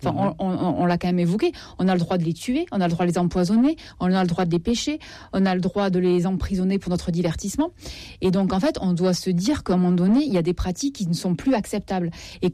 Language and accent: French; South-West France, France; Non. Alors, attendez, d'accord. Je suis du Sud-Ouest.